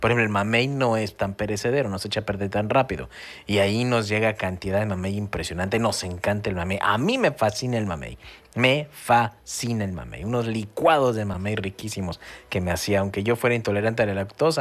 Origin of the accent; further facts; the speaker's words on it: Mexico City, Mexico; moved away; allá en mi pueblo, en el Distrito Federal, en la Ciudad de México hoy día